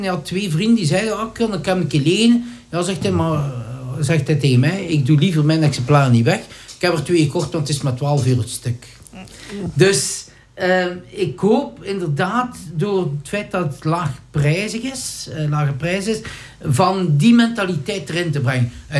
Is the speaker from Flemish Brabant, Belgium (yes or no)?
no; Antwerp, Belgium; Ik kom uit Antwerpen